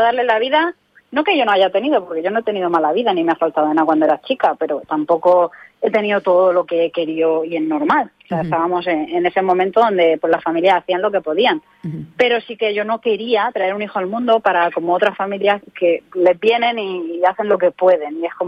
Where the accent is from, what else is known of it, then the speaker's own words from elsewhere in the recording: Elche, Valencian Community, Spain; yo estaba de alquiler aquí en Elche, de donde soy